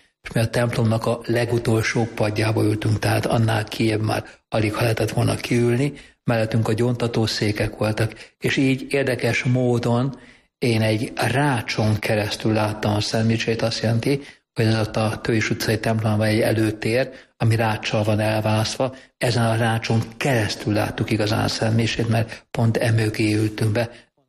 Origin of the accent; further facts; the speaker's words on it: Budapest, Hungary; 1964. július 9-én születtem Budapesten.